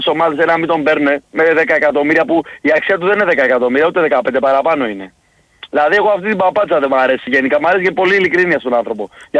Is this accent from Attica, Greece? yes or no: yes; Korydallos, Attica, Greece; Παναϊκός είμαι εγώ, από Κορδάλο.